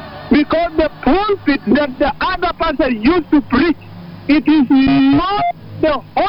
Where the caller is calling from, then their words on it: Washington, United States; I am calling you from Washington, main altar.